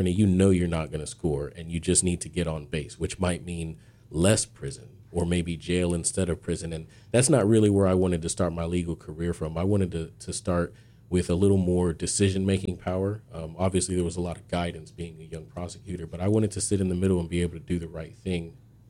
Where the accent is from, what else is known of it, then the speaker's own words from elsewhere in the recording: Florida, United States; I'm originally from Central Florida as well, so this is home. It didn't feel foreign.